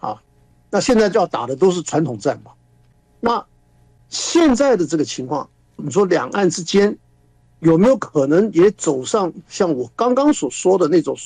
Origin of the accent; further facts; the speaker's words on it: Taiwan; 那你说我们台湾